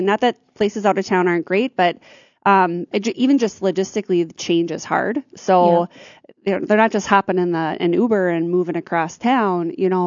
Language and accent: English; Ada, Minnesota, United States; my mom was from Perm and we grew up in Ada, so they were thinking somewhere in the middle.